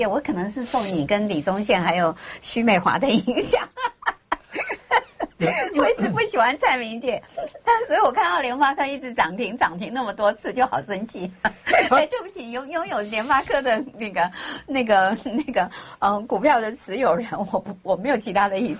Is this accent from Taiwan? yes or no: yes; Taiwan; 而且是我们台湾人自己的这个优质的企业